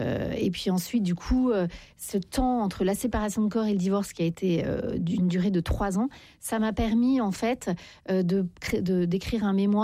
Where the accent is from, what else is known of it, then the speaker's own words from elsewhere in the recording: Paris, Île-de-France, France; Parfois vous savez, moi je suis parisienne, on râle beaucoup, les gens sont pas sympas parfois dans le métro.